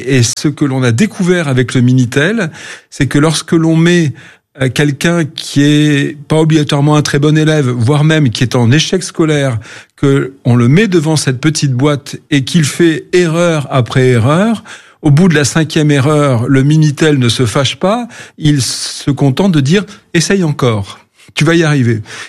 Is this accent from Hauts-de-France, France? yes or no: no; Corsica, France; born there; Alors, je suis né en Corse, ma mère était provençale, du pied de la Sainte-Victoire, du côté d'Aix-en-Provence